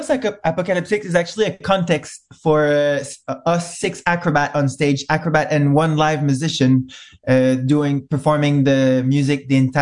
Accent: Montreal, Quebec, Canada; I am from directly from Montreal in Canada.

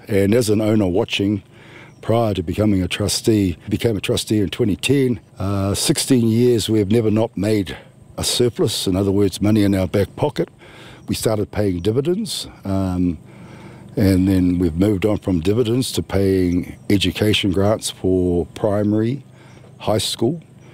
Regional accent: Tikawiti, New Zealand; Kia ora Janina … I'm from Tikawiti and we're standing on Pukepoto Whenua

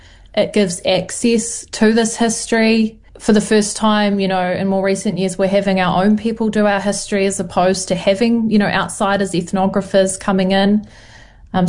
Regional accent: Canterbury, New Zealand; born or raised there

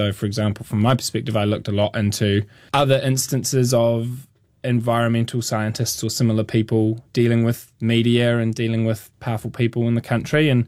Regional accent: Christchurch, Canterbury, New Zealand; I'm from Christchurch, but, I have family friends who are farmers, and we spend a lot of our time in like rural Otago and places like that.

